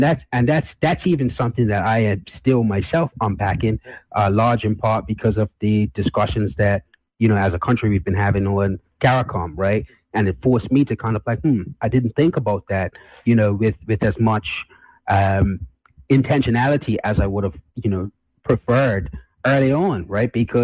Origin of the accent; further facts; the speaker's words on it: Bermuda; as when I grew up, you kind of see yourself from Bermuda, and it's not until you travel to London that you realize, like, oh wow, I really had a unique experience